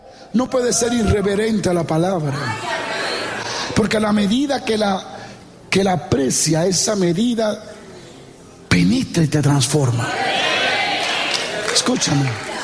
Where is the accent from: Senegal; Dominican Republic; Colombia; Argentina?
Dominican Republic